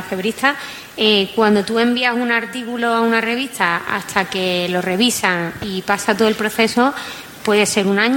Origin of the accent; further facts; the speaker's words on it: Málaga, Andalusia, Spain; now in Valencia, Spain; Yo soy malagueña, estoy en Valencia.